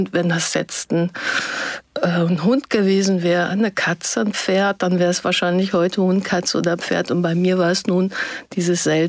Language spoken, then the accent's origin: German; Lower Saxony, Germany; Ich bin auf dem Bauernhof groß geworden in Niedersachsen.